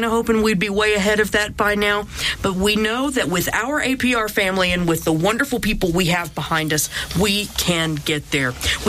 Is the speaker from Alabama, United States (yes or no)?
yes; Alabama, United States; my home state.